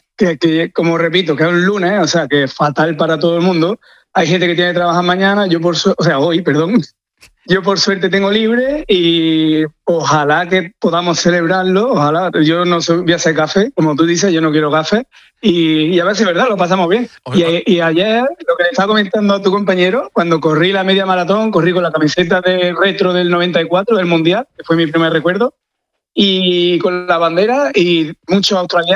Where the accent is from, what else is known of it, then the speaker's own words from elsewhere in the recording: Lucena, Andalusia, Spain; Además, soy paisano de Manolo Lama, soy de Lucena.